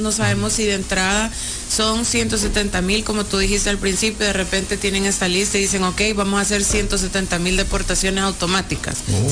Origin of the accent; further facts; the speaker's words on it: El Salvador; Y ahorita creo que estamos siendo demasiado observados como salvadoreños en cualquier tipo de trámite